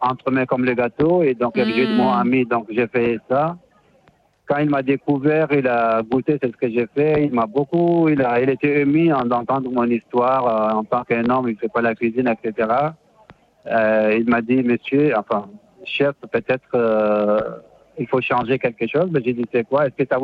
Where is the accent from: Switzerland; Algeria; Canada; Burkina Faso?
Algeria; moved away as an adult; now in Montpellier, France; Et puis, quand j'ai quitté l'Algérie, je suis venu en France et je me suis retrouvé à Montpellier.